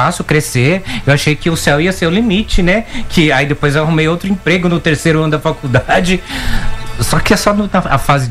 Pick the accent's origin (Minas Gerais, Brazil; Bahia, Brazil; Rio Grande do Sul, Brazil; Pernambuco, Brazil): Minas Gerais, Brazil; Ouro Fino; now in São Paulo, Brazil; eu sou de Minas, Ouro Fino.